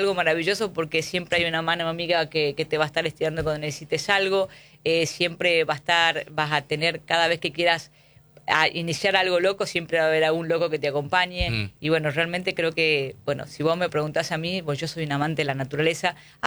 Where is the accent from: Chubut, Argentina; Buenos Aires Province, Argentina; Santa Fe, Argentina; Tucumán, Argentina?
Tucumán, Argentina; San Miguel de Tucumán; born there; now in Tafí del Valle, Argentina; No, yo soy tucumana, nací en San Miguel